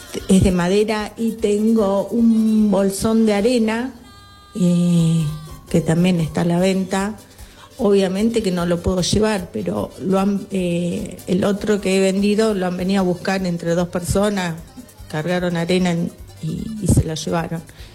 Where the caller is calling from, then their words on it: Carmen de Patagones, Buenos Aires Province, Argentina; soy de Patagones.